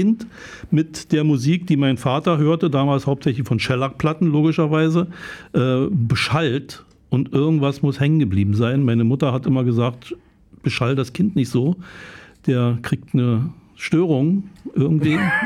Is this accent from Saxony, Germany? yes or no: yes; Dresden, Saxony, Germany; born there; Ich bin in Dresden geboren.